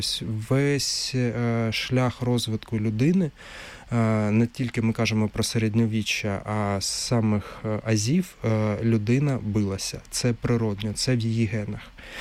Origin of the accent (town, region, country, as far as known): Kharkiv, Kharkiv Oblast, Ukraine; born or raised there